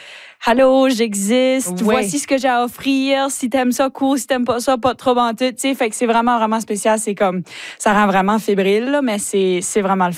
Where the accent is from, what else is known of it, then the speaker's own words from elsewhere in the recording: Chéticamp, Nova Scotia, Canada; J'ai grandi à Chéticamp, comme t'as mentionné. T'sais, fait que j'ai grandi en faisant partie de la troupe du Conseil des arts de Chéticamp.